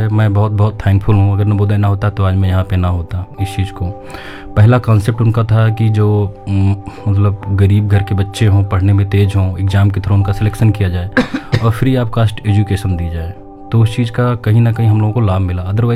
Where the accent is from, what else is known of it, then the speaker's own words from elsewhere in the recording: Uttar Pradesh, India; moved away; also born or lived in Tripura; मुझे पता था मैं गाँव से बिलोंग करता हूँ, अगर मैं पढ़ाई की तरफ नहीं गया तो मेरे पास और कोई दूसरा मौका नहीं है कि गाँव से निकल कर मैं गोंडा भी पहुँच पाऊँ।